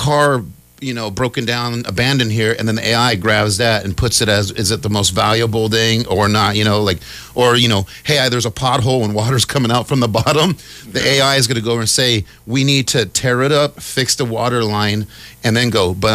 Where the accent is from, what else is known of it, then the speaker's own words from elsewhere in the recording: United States; I'm American. My family fought in the Revolution